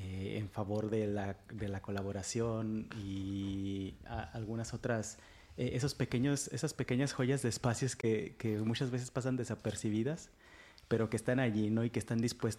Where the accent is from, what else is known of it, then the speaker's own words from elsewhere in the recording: Mexico; now in Ferrol, Spain; nosotros somos mexicanos, ya se nos escucha. Y llegamos aquí y nos enamoramos realmente de la cultura gallega.